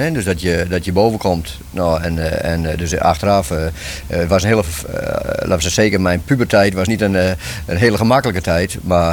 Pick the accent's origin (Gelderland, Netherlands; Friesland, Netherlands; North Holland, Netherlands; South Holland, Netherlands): Friesland, Netherlands; Lippenhuizen; born there; Ja, dat is de streek waar ik ben geboren. Lippenhuizen, zeggen ze in het Fries, Lippenhuizen, ja. In fatsoenlijk Nederlands. Nou, daar ben ik geboren in 1943.